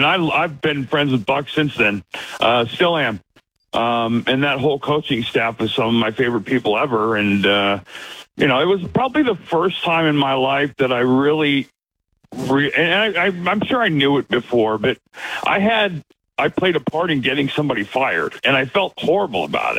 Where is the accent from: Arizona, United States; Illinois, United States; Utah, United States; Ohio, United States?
Arizona, United States; moved away; also born or lived in Alaska; I was born in Alaska. I grew up in Arizona, so I was coming home.